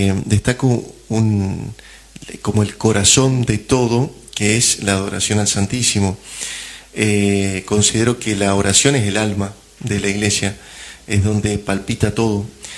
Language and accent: Spanish; Gualeguaychú, Entre Ríos, Argentina; born there; moved away as an adult; now in Concepción del Uruguay, Argentina; estudié el seminario en Gualeguaychú, siempre había vivido en Gualeguaychú.